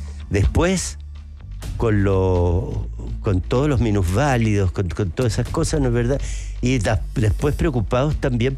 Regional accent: Chile; Los más racistas que hay somos los chilenos.

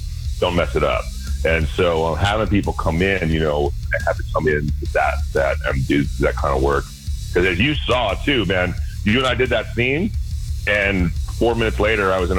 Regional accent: Berkeley, California, United States; I grew up in Berkeley

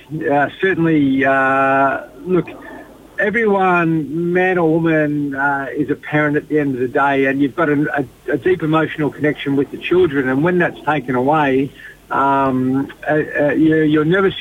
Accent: Horsham, Victoria, Australia; Yeah, I'm originally from Horsham

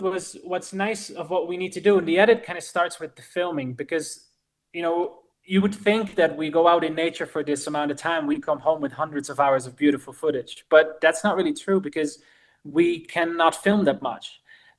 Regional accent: Netherlands; At the moment, we are from the Netherlands.

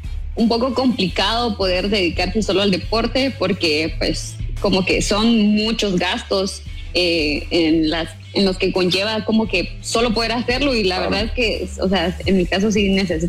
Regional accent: Santiago Sacatepéquez, Sacatepéquez, Guatemala; moved away as an adult; now in Guatemala City, Guatemala; Hay temporadas en las que me voy a Zacatepeques porque soy de Santiago, okay. Zacatepeques, entonces como que tipo diciembre me mantengo en mi casa entrenando, pero la mayor parte del tiempo me mantengo acá en la capital.

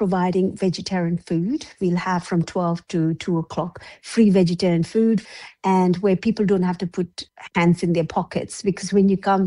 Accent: Australia; And this is something, I'm an Australian.

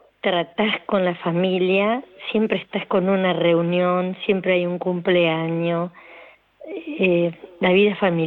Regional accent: Concepción del Uruguay, Entre Ríos, Argentina; now in Florida Oeste, Argentina; Y yo soy de Florida Oeste, pero en realidad soy de Concepción del Uruguay, de Entre Ríos.

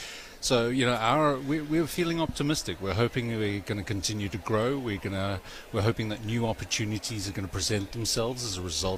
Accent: South Africa; I think we need to embrace more of our South Africanness

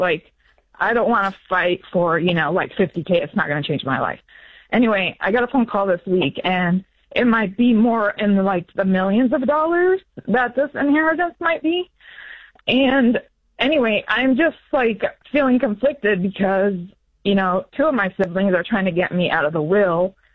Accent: United States; The three, grew up in the household. I did not. I grew up in the States with my mom.

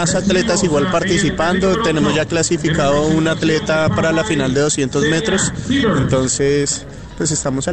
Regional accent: Colombia; No, yo soy colombiano.

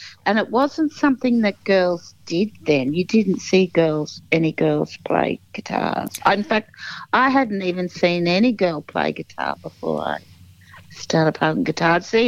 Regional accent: Melbourne, Victoria, Australia; In Melbourne.

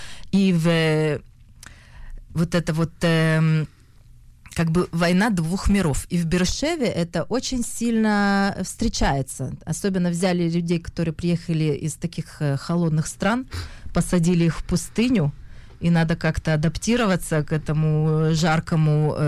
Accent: Russia; accent: Russian; И во время театрального училища я даже пыталась исправить свой русский акцент.

